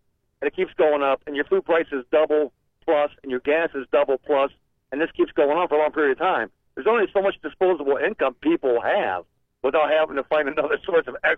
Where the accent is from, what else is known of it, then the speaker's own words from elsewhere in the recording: Akron, Ohio, United States; moved away as an adult; now in Mahoning County, United States; I'm originally from Akron, Cuyahoga Falls area.